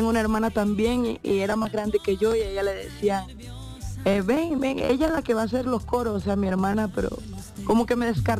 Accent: Sevilla, Magdalena, Colombia; also born or lived in Riohacha, La Guajira; Costeña, bueno. Señor, costeña. Nacida en Riohacha, Guajira, pero me crié cerca de Santa Marta, en un pueblo que se llama Sevilla, zona bananera.

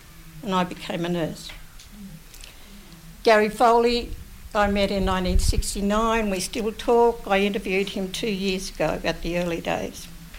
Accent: Australia; I'm not an Australian. I'm not an Australian. I've been Bigambul Gomeroi for 100,000 years

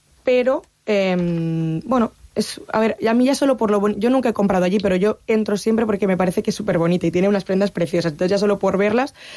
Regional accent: Oleiros, Galicia, Spain; que si soy de Pontevedra me compro las playas de Pontevedra, yo soy de Oleiros, por las playas de Oleiros.

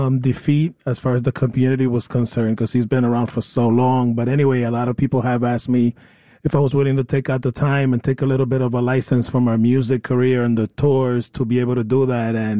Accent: New York, United States; as a New Yorker

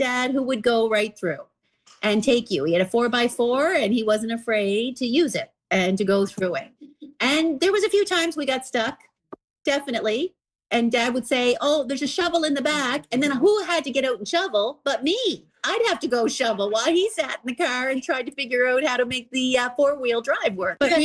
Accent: Cape Breton, Nova Scotia, Canada; I grew up here in Cape Breton

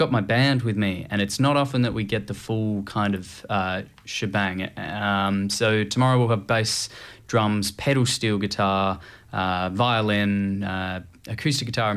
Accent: Warrawong, New South Wales, Australia; So it was a pretty cool childhood growing up around Warrawong and then in a pop culture shop.

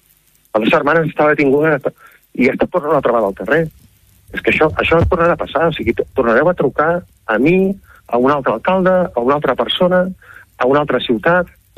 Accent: Manresa, Catalonia, Spain; now in Castellnou de Bages, Spain; jo de fet he nascut, he estudiat, m'he criat a Manresa

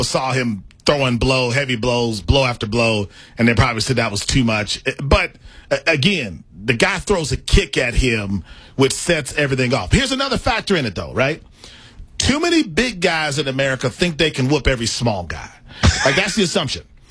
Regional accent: Milwaukee, Wisconsin, United States; Well, I just went to my brother's wedding in Milwaukee. I'm from Milwaukee.

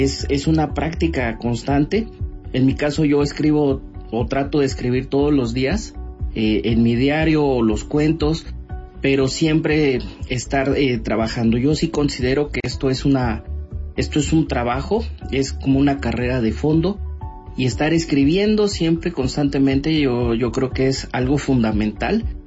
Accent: Mexico

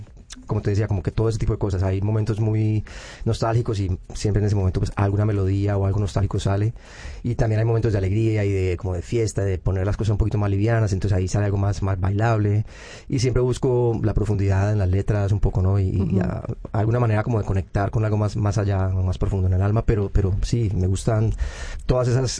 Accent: Colombia

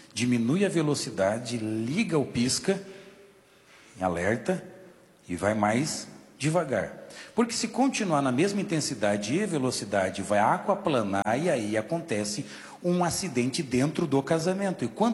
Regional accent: São Joaquim, Santa Catarina, Brazil; born there; now in São Paulo, Brazil; Eu nasci em São Joaquim, que é a terra mais fria, a terra mais gelada. E é um frio diferente lá no, na Serra de Santa Catarina, né?

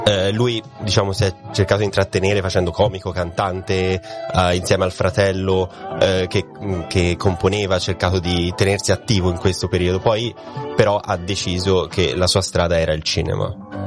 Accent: Florence, Tuscany, Italy; born there; also born or lived in Prato; Sono nato a Firenze come Nuti.

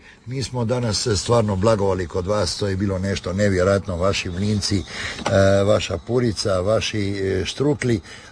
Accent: Zadar, Zadar County, Croatia; ja dolazim iz Zadra

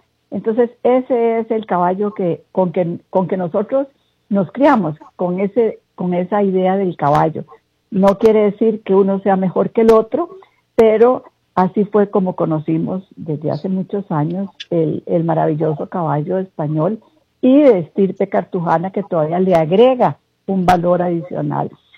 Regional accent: Costa Rica; Tenemos que seguir siendo como Costa Rica un punto clave para el mundo. Somos el centro de las Américas

